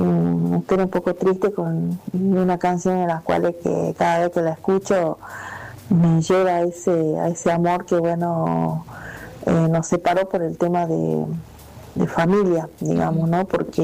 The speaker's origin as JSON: {"language": "Spanish", "region": "Jujuy", "country": "Argentina", "lives_now": "Ferré, Argentina", "said": "Hola, Fernanda, soy de Jujuy. Sí. Pero yo estoy viviendo ahora en Ferré, trabajando."}